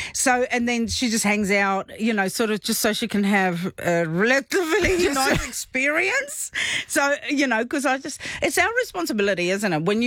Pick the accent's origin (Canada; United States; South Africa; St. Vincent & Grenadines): South Africa; now in New Zealand; so I'm South African, I've got a charcoal barbecue outside.